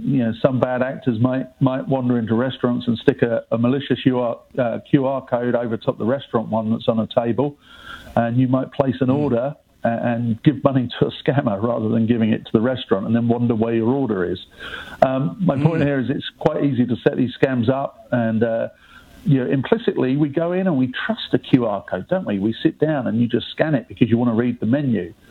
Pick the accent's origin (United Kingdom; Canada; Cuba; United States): United Kingdom; England; Well, who do you think I'd be rooting for? with my accent, I'm English.